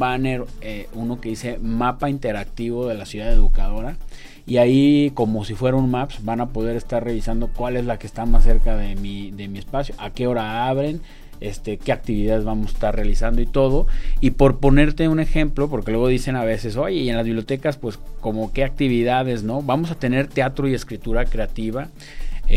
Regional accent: León, Guanajuato, Mexico; Que es lo que nos caracteriza como leoneses.

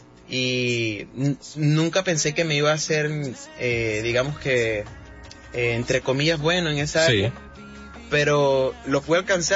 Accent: Falcón, Venezuela; nosotros somos todos de Falcón

